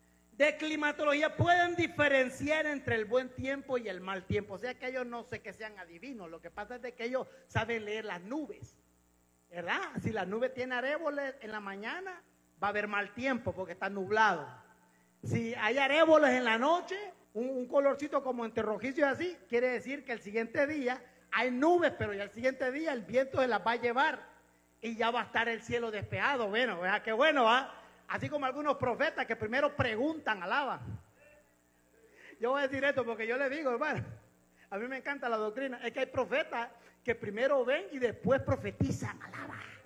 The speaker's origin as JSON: {"language": "Spanish", "country": "El Salvador", "said": "yo soy salvadoreño como ustedes"}